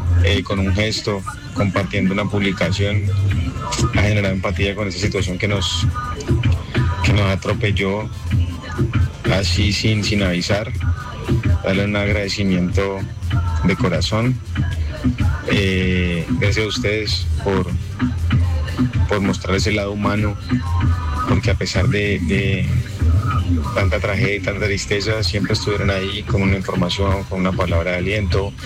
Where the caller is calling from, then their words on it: Valle del Cauca, Colombia; eso demuestra lo que somos realmente los vallecaucanos y lo que es Colombia.